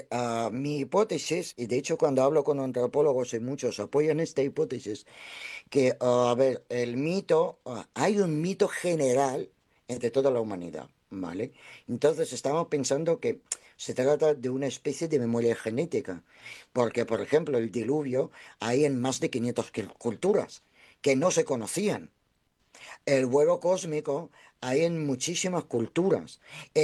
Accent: Cantabria, Spain; como yo soy cántabra, la mitad cántabra y la mitad eslava

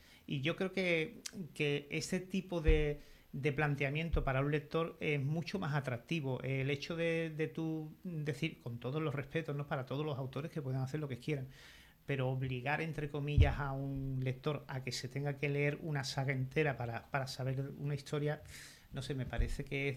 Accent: Cádiz, Andalusia, Spain; Y creo que los que somos de Cádiz somos los primeros que tenemos que querer a Cádiz

